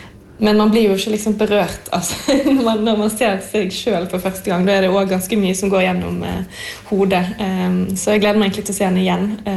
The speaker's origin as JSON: {"language": "Norwegian", "town": "Bergen", "region": "Vestland", "country": "Norway", "accent": "bergensk (Bergen dialect)", "said": "Ja, jeg snakker jo bergensk til vanlig."}